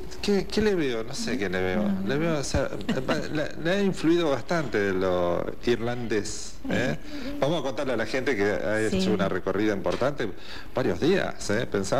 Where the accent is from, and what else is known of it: Argentina